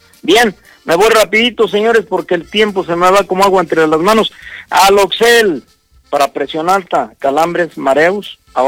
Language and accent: Spanish; Mexico; Muchas veces como mexicanos hasta decimos dichos en la familia.